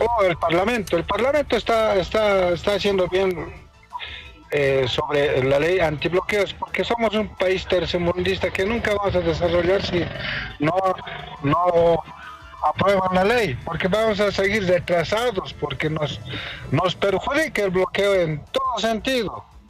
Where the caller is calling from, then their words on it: La Paz, Bolivia; De La Paz, soy transportista.